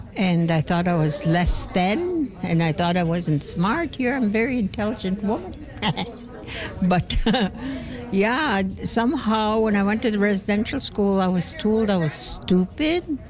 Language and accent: English; Beardy's and Okemasis First Nation, Saskatchewan, Canada; now in Saskatoon, Canada; I'm from Beardies and Okemosis First Nation.